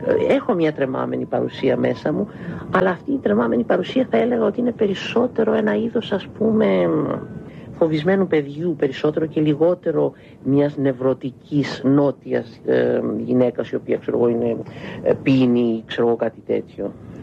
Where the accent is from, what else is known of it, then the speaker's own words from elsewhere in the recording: Greece; accent: Greek; also born or lived in Southern United States; Δεν έχω παίξει αυτό το ρόλο, διότι είμαι Ελληνίδα και μιλώ με προφορά ελληνική όταν ήμουν στην Αμερική. Οπότε ανέπεσε. Τα αγγλέζικα, ναι. Αν και έχω ζήσει στον Νότο